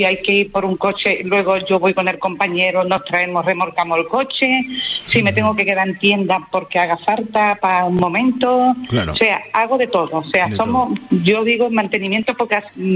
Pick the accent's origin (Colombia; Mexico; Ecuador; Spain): Spain; Tarifa, Andalusia; moved away; No, me gusta mucho hablar, yo soy andaluza, yo estoy aquí, vine aquí buscando trabajo y ya me quedé aquí.